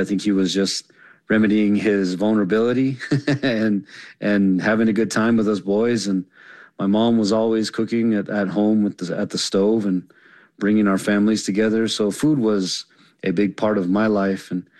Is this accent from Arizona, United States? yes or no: yes; Whiteriver, Arizona, United States; I was born in White River, Arizona. It's a little town of maybe 12,000 people. It's the main center of the White Mountain Apache tribe. I was born at the Indian Health Service